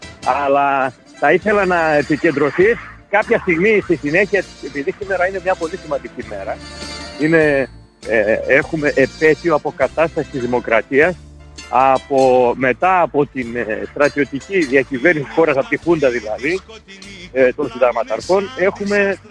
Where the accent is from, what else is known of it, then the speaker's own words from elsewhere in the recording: Thessaloniki, Central Macedonia, Greece; born there; γιατί είμαι Μακεδόνας, έχω γεννηθεί και εγώ και οι γονείς μου εδώ στη Θεσσαλονίκη